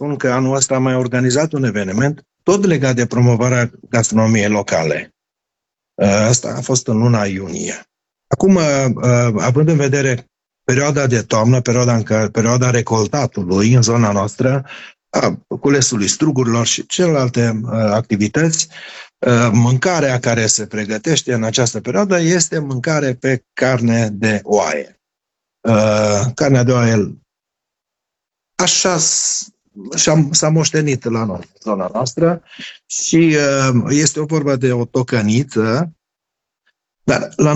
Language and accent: Romanian; Sălaj County, Romania; ceea ce ne caracterizează zona noastră, zona ardelenească, zona transilvaneană.